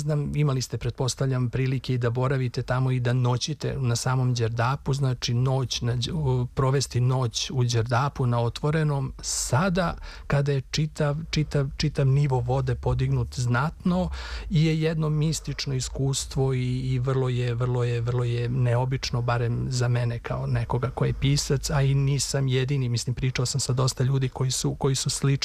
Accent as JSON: {"language": "Serbian", "country": "Serbia", "said": "ajde, ja sam Srbin, pa Srbija mora da bude lepa, dobra."}